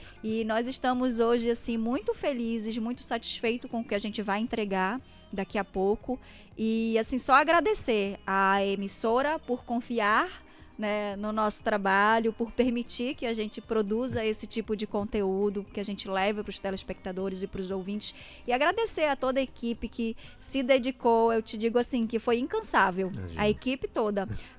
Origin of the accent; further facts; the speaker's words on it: Belém, Pará, Brazil; born there; also born or lived in Muaná, Pará; Morei lá até 8 anos e meu pai e minha mãe permitiram que eu viesse morar com uma tia aqui em Belém para que eu estudasse.